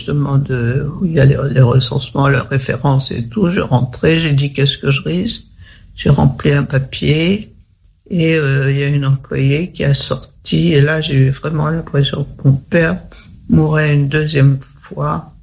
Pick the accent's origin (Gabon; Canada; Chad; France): France; Paris, Île-de-France; born there; Alors, je suis née à Paris. Je suis française de naissance. Mon père est né dans la partie polonaise-ukrainienne